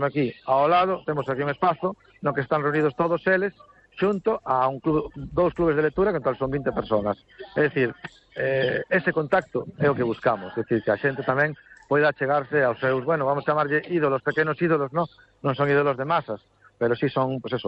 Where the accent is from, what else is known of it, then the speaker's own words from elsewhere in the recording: Bañobre, Galicia, Spain; se digo polo meu pueblo, ¿no? Bañobre, que decir, non somos nin concello, temos unha verbena, ¿no?